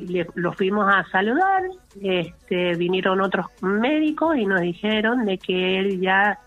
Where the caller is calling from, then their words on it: Godoy Cruz, Mendoza, Argentina; Soy de Godoy Cruz.